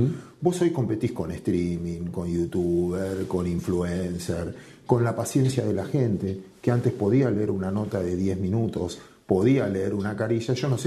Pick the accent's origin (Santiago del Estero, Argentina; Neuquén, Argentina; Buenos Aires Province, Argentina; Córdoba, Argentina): Buenos Aires Province, Argentina; Mar del Plata; Yo soy de Mar del Plata